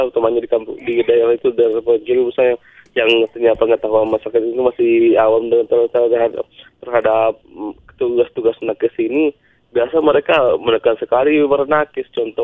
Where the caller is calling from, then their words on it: Sulawesi, Indonesia; saya orang Sulawesi, walaupun saya bukan orang Sulawesi Utara ya, walaupun bukan orang Minahasa